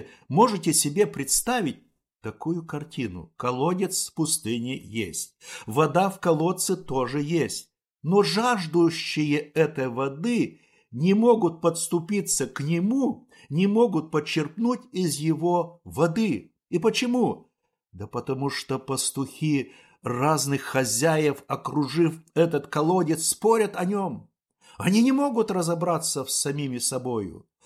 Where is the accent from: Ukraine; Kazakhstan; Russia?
Kazakhstan; Я родился и вырос в Казахстане, в селении, где во время гражданской войны происходила война между правительственными войсками и с местными повстанцами.